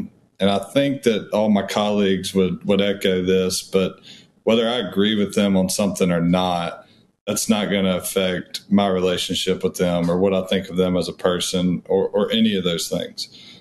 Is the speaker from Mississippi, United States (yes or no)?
yes; Pascagoula, Mississippi, United States; you grow up in a place like where I grew up in Pascagoula, or it really anywhere in the state of Mississippi